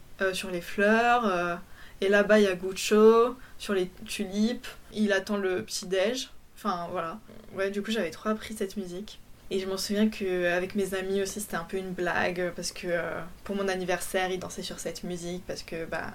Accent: Poland; j'ai pris la musique polonaise parce que du coup je suis polonaise, et en fait je parle pas très bien polonais aussi

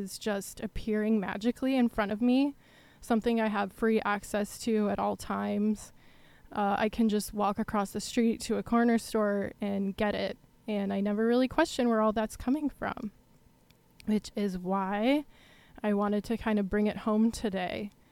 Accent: Alameda, California, United States; I've lived here my whole life. I'm from Alameda, so I don't know anything.

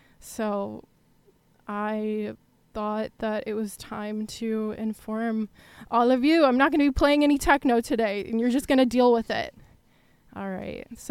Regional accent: Alameda, California, United States; I've lived here my whole life. I'm from Alameda, so I don't know anything.

